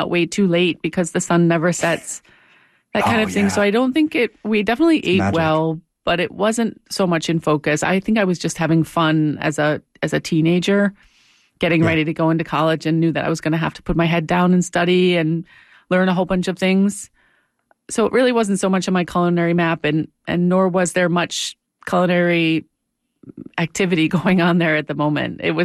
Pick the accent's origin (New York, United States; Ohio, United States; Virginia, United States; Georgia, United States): Ohio, United States; moved away as an adult; now in Denmark; I grew up in Ohio, yes.